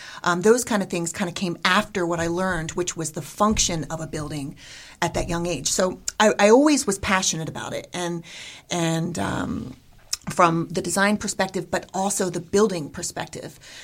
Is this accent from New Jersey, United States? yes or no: yes; New Jersey, United States; So I grew up on the East Coast. I grew up in South Jersey.